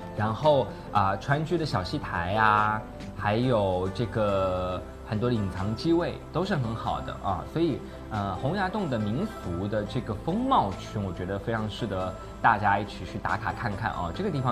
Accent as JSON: {"language": "Chinese", "region": "Sichuan", "country": "China", "moved": "yes", "said": "我们四川话啊，叫黄果兰，"}